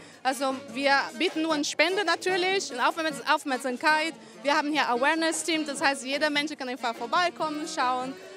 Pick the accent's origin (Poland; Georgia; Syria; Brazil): Brazil; German is a second language; Und natürlich, ich komme aus Brasilien, ich mache schon mit seit 17 Jahren.